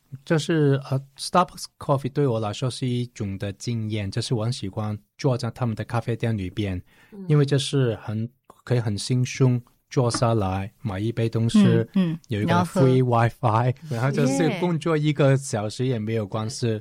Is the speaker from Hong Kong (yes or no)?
yes; Hong Kong; Chinese is a second language; 我是香港人我的国语不是那么好